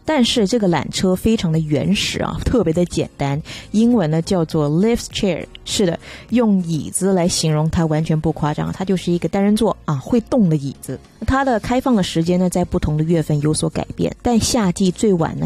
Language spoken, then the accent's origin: Chinese; China